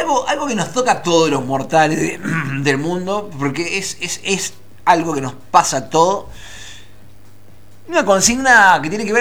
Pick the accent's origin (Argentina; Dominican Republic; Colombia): Argentina; por los años que llevo siendo argentino